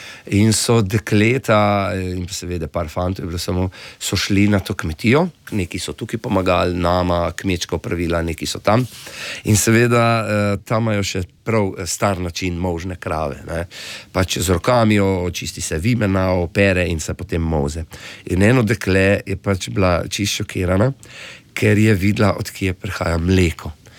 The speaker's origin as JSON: {"language": "Slovenian", "town": "Cerknica", "region": "Littoral–Inner Carniola", "country": "Slovenia", "said": "V bistvu sem priseljen iz Cerknice oziroma prženen sem, ja."}